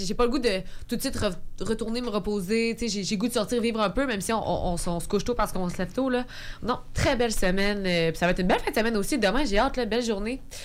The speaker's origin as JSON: {"language": "French", "town": "Sainte-Marie", "region": "Quebec", "country": "Canada", "tie": "born or raised there", "said": "dans mon village, où est-ce que j'ai étudié au secondaire, Sainte-Marie-de-Beauce."}